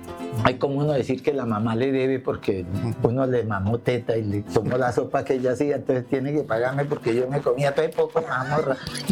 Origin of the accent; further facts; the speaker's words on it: Meta, Colombia; born there; now in Arauca, Colombia; Yo no soy araucano. Yo nací en el Meta y llegué a Arauca el 20 de enero de 1964.